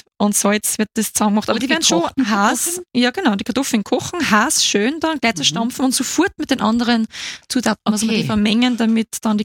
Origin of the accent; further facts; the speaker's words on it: Waldhausen im Strudengau, Upper Austria, Austria; ich komme aus dem Mühlviertel, Waldhausen im Strudengau, wunderschönes Fleckchen. Waldhausen im Strudengau, das ist in der Nähe von Krain an der Donau